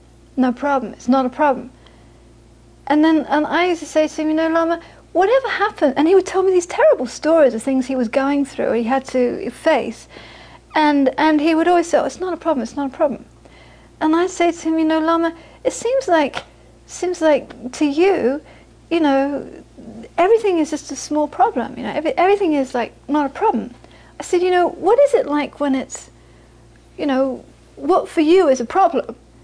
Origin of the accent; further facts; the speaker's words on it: India; because I'm coming from India